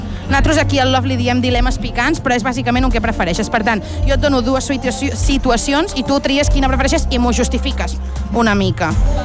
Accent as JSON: {"language": "Catalan", "town": "Barcelona", "region": "Catalonia", "country": "Spain"}